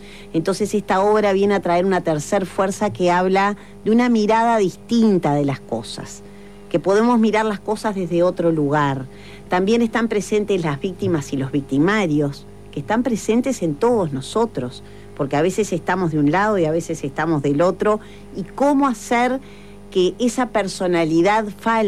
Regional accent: Maldonado, Uruguay; muy contenta de estar en mi ciudad, que ahora pasaba por la Escuela 1, que fue mi escuela donde tengo tantos lindos recuerdos. Soy una vecina de Maldonado

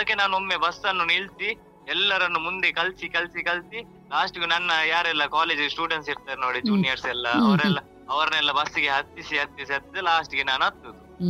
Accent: Bantwal, Karnataka, India; ನಮ್ಮ ಊರು ಬಂಟ್ವಾಳ ಮ್ಯಾಮ್.

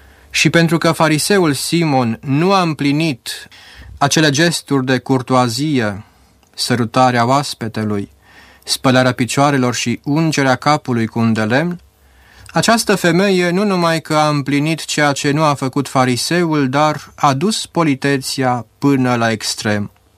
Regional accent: Romania; Nu suntem mântuiți pentru că suntem români sau pentru că suntem ortodoxi

